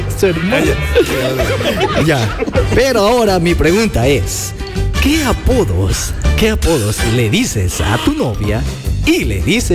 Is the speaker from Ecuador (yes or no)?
yes; Ecuador; nosotros como ecuatorianos